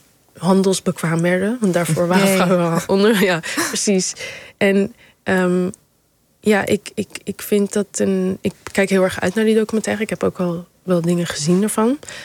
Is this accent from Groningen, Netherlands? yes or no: no; Amsterdam, North Holland, Netherlands; moved away as an adult; now in Rotterdam, Netherlands; En ik woon ook sinds een aantal jaar in Rotterdam. Ik kom uit Amsterdam.